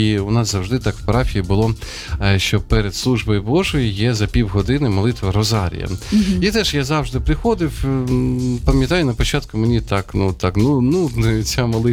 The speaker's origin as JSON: {"language": "Ukrainian", "town": "Sumy", "region": "Sumy Oblast", "country": "Ukraine", "tie": "born or raised there", "said": "в моєму рідному місті, в Сумах."}